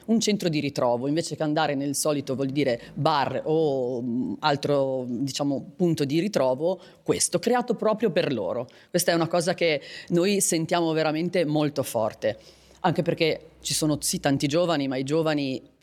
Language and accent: Italian; Ronco Scrivia, Liguria, Italy; also born or lived in Genoa / Milan; sono nata a Genova, ho vissuto quasi la mia intera vita a Roncoscrivia, tranne un periodo di circa 15 anni in cui ho lavorato sia a Milano che all'estero.